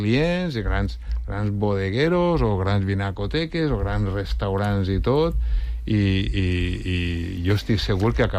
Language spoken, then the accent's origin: Catalan; Valencian Community, Spain; És que al final, anem a veure, som valencians i quan ve així la Dana mos ajuden molt d'altres puestos